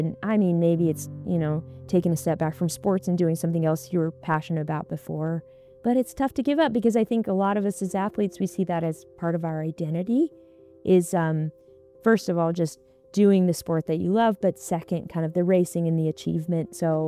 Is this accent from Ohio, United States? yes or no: no; Alaska, United States; And I'm from Alaska, so I've ridden all of that through, you know, the lower 48 and then down a bit into Mexico